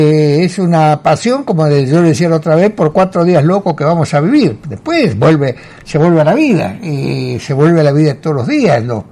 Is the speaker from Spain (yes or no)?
no; Argentina; los argentinos acompañamos a esta selección